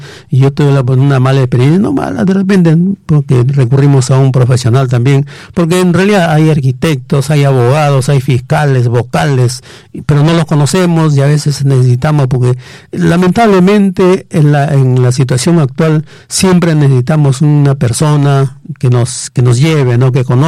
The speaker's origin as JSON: {"language": "Spanish", "town": "Tauca", "region": "Ancash", "country": "Peru", "said": "soy de Tauca"}